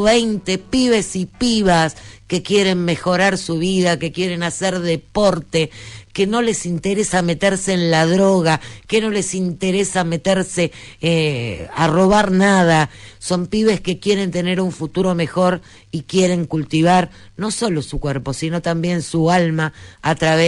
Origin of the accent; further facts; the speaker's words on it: Buenos Aires, Argentina; also born or lived in La Boca; yo soy una adoptada del barrio, tengo el corazón partido, mitad de Barracas y mitad de la Boca. Pero bueno, Barracas, exacto, soy de la Comuna 4